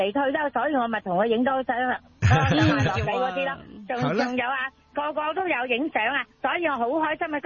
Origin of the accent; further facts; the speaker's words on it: Tuen Mun, Hong Kong; born there; 我自己就喺屯门出世嘅。